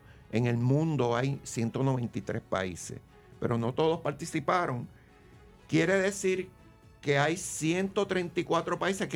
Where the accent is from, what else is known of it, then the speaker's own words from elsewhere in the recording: Puerto Rico; nombre es de raíces suecas, porque mis abuelos por parte de padre fueron suecos, yo soy nacido y criado en Puerto Rico.